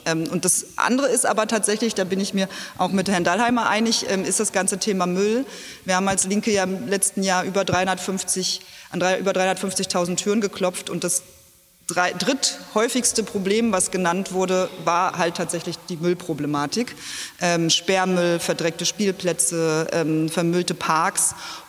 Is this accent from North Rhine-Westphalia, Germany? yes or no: no; Mecklenburg-Vorpommern, Germany; also born or lived in Perleberg, Brandenburg; now in Berlin, Germany; Perleberg geboren, das stimmt, ist heute Brandenburg, war aber, als ich geboren wurde, noch Bezirk Schwerin und ich bin tatsächlich in Mecklenburg aufgewachsen